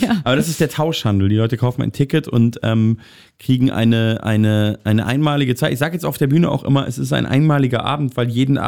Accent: Munich, Bavaria, Germany; now in Berlin, Germany; weil ich komme ja aus München. Ich wohne jetzt, wie lange wohne ich in Berlin? Gute 10 Jahre so langsam.

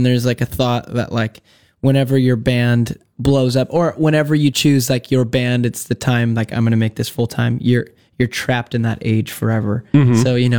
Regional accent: San Diego, California, United States; And we're from San Diego and we're pretty stoked guys.

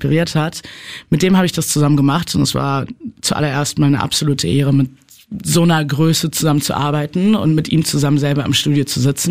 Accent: Berlin, Germany; kann ein Liedchen davon singen als Berlinerin, wie es ist, gecatcalled zu werden.

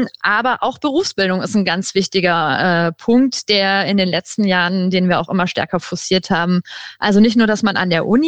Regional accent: Southern Germany, Germany; now in Berlin, Germany; ich komme aus dem Süden und meine nächste Spielstadt wäre dann eher Mini-München gewesen.

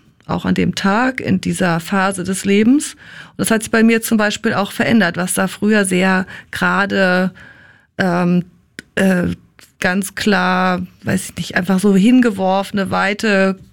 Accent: Frankfurt, Hesse, Germany; moved away as an adult; now in Berlin, Germany; ich bin ja auch in Frankfurt aufgewachsen.

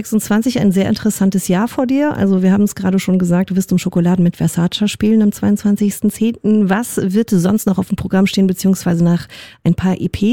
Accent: Düsseldorf, North Rhine-Westphalia, Germany; ich komme aus Düsseldorf, aber ich liebe es einfach, Kölsch zu sprechen.

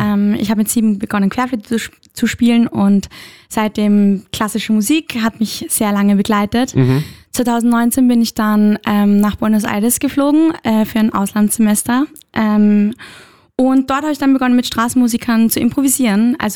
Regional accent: Austria; born there; Ich bin in Österreich geboren.

